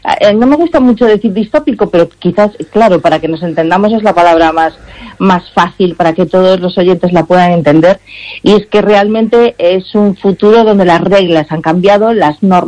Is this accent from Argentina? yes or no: no; Galicia, Spain; yo soy mestiza también y, sí, y mi padre es de origen marroquí, mi madre es ourensana, y bueno, yo me crié aquí y nací aquí y toda mi vida la he hecho aquí, ¿no? Y entonces, pues en ese sentido es como me siento muy gallega.